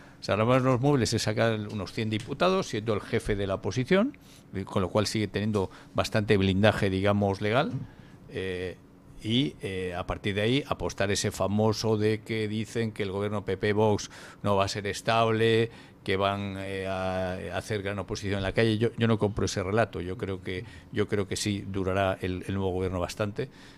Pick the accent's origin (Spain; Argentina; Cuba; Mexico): Spain; yo estaba indignado como español, como Ceuta, no vivo en Ceuta, pero me indigna.